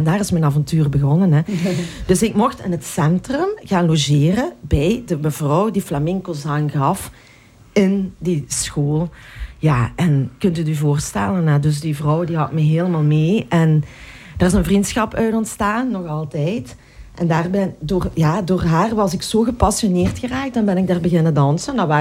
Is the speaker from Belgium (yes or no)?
yes; Lillo, Flanders, Belgium; En ik kwam uit Lillo. Middle of nowhere.